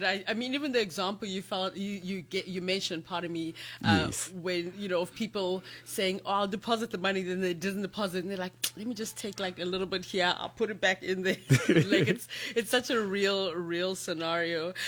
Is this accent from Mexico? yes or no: no; Uganda; also born or lived in South Africa; now in Ghana; You know, for me personally, I'm Ugandan South African, you know, so I'm very familiar with stock files.